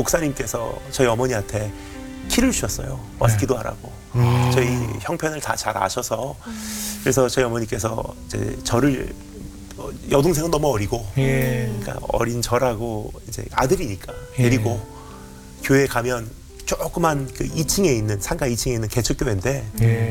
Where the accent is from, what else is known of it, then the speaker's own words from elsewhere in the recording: Japan; 제가 이제 일본에서 자랐잖아요.